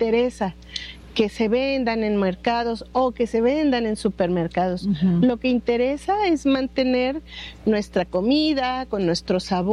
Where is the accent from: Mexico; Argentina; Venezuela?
Mexico; Veracruz; mi cultura, mi familia, venimos de la Huasteca Veracruzana y ahí nos decían, por ejemplo, que cuando tú vas a visitar a alguien debes llevar algo.